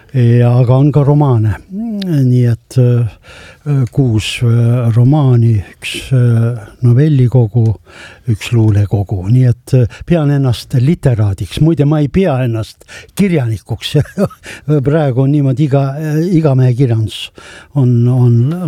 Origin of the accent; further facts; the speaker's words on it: Pärnu, Pärnu County, Estonia; also born or lived in Tartu; now in Tallinn, Estonia; päritul on Pärnust ja pärnakaks jään, olen kaug pärnakas siis Tallinnas